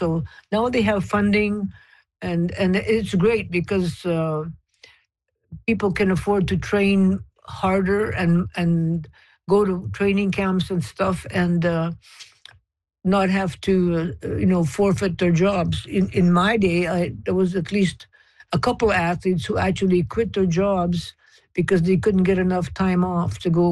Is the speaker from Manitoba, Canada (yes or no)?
yes; Ethelbert, Manitoba, Canada; my hometown is Ethelbert